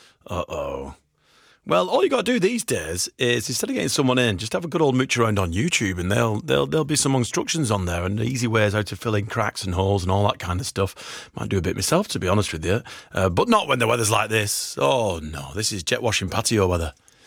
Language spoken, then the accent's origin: English; Addington, North West England, United Kingdom; now I'm at home recovering outside in the back garden in Addington, near that there Horwich, yeah, my hometown